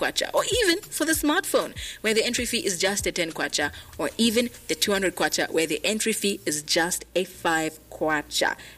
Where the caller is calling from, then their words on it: Zambia; I was calling you from Windbig, Zambia